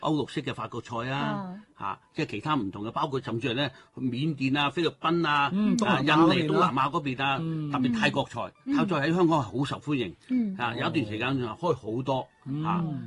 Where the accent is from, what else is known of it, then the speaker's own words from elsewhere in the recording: Guangzhou, Guangdong, China; 因為證明咧我哋廣州人咧佢唔係好注重嗰個